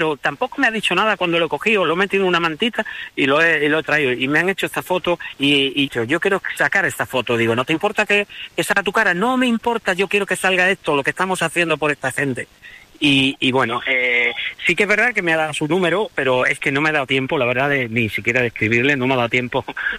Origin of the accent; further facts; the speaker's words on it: Ceuta, Spain; los que somos ceutíes, siempre con personas de origen marroquí o de origen árabe, nacidas en Ceuta, son amigos, compañeros